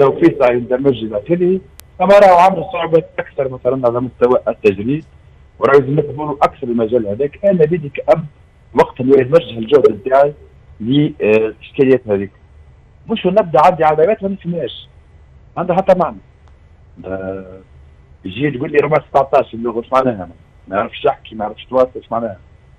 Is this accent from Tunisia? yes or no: yes; Tunisia; اللي عندنا في تونس